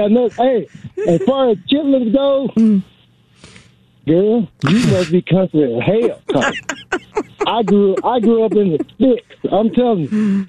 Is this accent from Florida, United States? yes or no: no; Chicago, Illinois, United States; born there; I was born in Chicago.